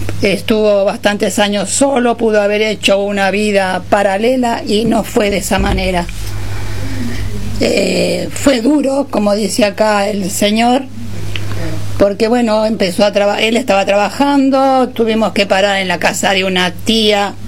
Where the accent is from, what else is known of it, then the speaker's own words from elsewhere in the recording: Argentina; also born or lived in Pontevedra, Spain; Aquí hice la primaria, la secundaria. Esta República Argentina me encanta y me ha dado mucho, mucho. Además de 2 hijas, además de 6 nietos, y me dio trabajo. Y acá estoy todavía.